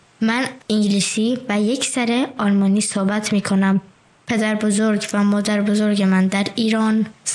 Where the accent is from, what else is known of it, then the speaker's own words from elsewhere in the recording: Afghanistan; German is a second language; now in Germany; bin 11 Jahre alt. Ich komme aus Afghanistan und lebe seit einem Jahr in Deutschland. Ich spreche Persisch, Englisch und etwas Deutsch.